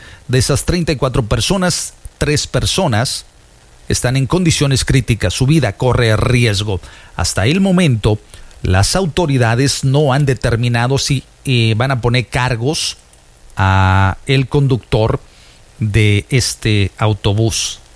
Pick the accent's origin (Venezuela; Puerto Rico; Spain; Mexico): Mexico; Veracruz; yo soy de oro, yo soy Jarocho.